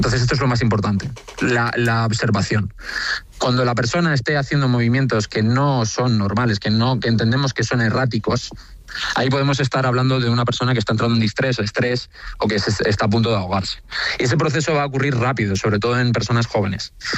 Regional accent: Fuerteventura, Canary Islands, Spain; born or raised there; also born or lived in San Sebastián

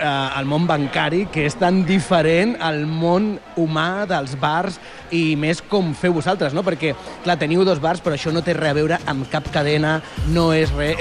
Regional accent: Barcelona, Catalonia, Spain; Com a barcelonins som gent oberta, gent de món.

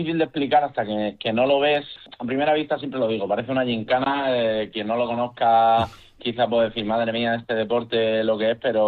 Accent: Torrevieja, Valencian Community, Spain; Por ejemplo, en Torrevieja, que es de donde yo soy

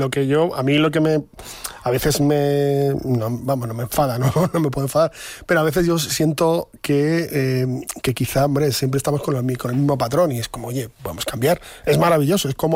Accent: Buenos Aires, Argentina; born there; debe estar ya cansada de escucharme decir que soy pseudo argentino y tal, pero lo cierto es que nací en Buenos Aires y la chacarera como buen ritmo rioplatense, pues también me llega

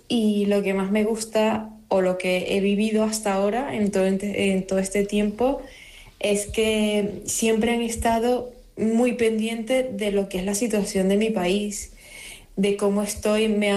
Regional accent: Venezuela; now in Spain; soy venezolana, tengo en España aproximadamente 11 años.

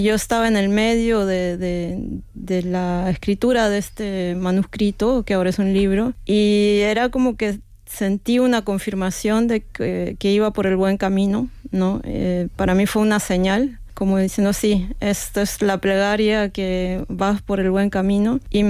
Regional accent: Lima, Peru; now in Norway; porque vengo de una ciudad, bueno, yo soy de Lima, una ciudad donde los animales están abandonados, están maltratados o son las mascotas, ¿no?

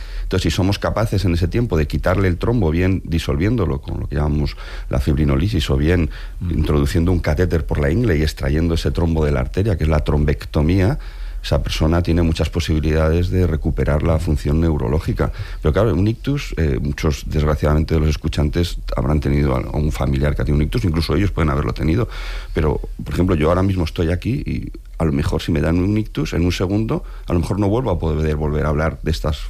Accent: Spain; Soy muy español en esto.

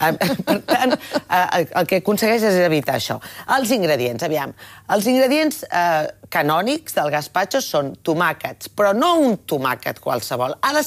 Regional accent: Catalonia, Spain; perquè jo soc vallesana, del Vallès, i al Vallès sempre hem dit síndria. També diem pues i coses així

